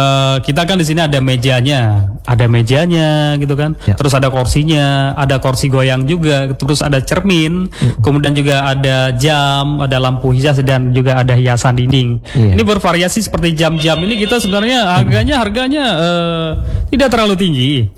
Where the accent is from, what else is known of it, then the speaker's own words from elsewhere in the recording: Aceh, Indonesia; kita orang Aceh